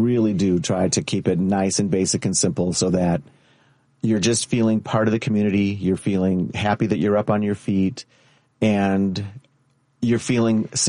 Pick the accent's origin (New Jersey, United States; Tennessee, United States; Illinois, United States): Illinois, United States; Morton Grove; I grew up in Morton Grove.